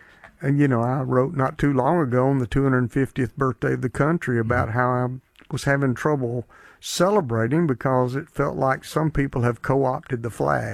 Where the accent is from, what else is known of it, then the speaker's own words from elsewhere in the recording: Griffin, Georgia, United States; Going back to my hometown, not too distant down from now, Griffin, Georgia, and do something at a bookstore there